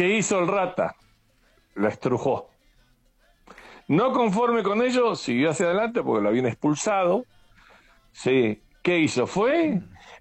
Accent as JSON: {"language": "Spanish", "town": "Gaiman", "region": "Chubut", "country": "Argentina", "tie": "born or raised there", "moved": "as an adult", "said": "tenía 24 años, por primera vez fui a ese mundial. Nunca había salido de mi pueblo, de Gaiman, Chubut, allá en la Patagonia Argentina, un pueblito perdido de 1.500 habitantes."}